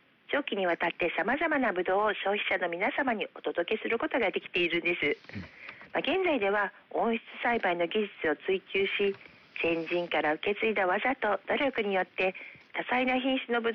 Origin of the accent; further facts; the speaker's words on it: Okayama, Japan; 私たち岡山っ子は親しみを込めてアレキと呼んでいます。